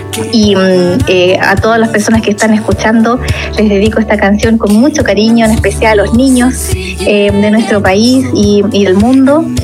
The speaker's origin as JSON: {"language": "Spanish", "country": "Chile", "moved": "yes", "lives_now": "Germany"}